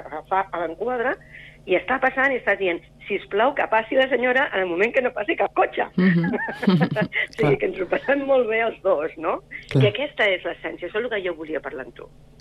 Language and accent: Catalan; Sabadell, Catalonia, Spain; moved away as an adult; now in Castellar del Vallès, Spain; jo sóc de Sabadell, però els dos vivim a castellà, els dos vivim a Campfont. El fill porta més de 20 anys aquí vivint a Campfont. Jo em porto uns 15, sóc de Sabadell, però bueno, vaig venir cap a castellà